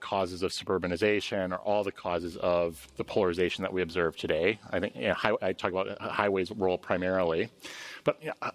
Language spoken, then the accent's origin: English; Milwaukee, Wisconsin, United States; my hometown metropolitan area, Milwaukee, Wisconsin